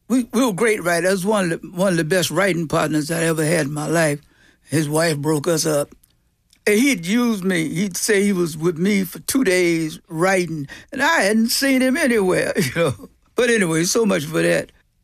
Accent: Portsmouth, Virginia, United States; moved away; I was raised on country music. That's all. I'm from Virginia, Portsmouth, Virginia.

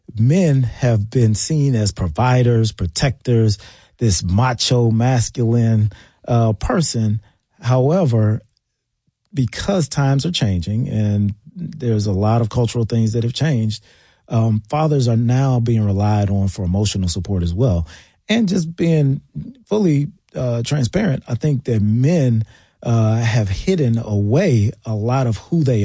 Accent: Washington, District of Columbia, United States; also born or lived in Prince George's County, Maryland; we were born and raised in Washington, D.C., raised in the Prince George's County area.

